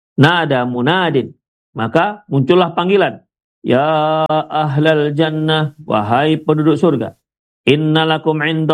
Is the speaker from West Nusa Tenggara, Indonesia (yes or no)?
no; West Sumatra, Indonesia; kalau bahasa kami orang Minang